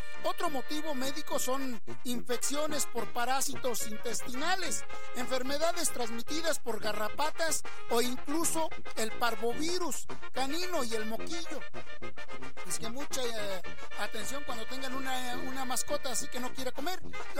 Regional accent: Chapultepec, State of Mexico, Mexico; born there; moved away; allá en mi pueblito de Chapultepec, el Chico, Estado de México

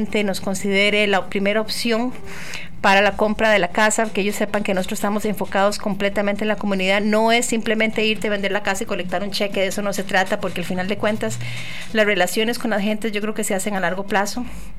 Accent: Costa Rica; now in West Michigan, United States

